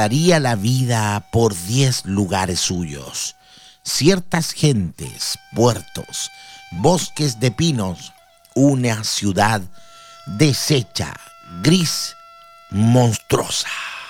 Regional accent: Chile; grande en nuestro país

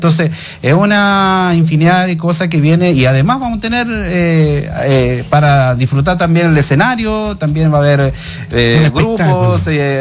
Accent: Cholchol, Araucanía, Chile; born there; Yo estudié acá en Cholchol.

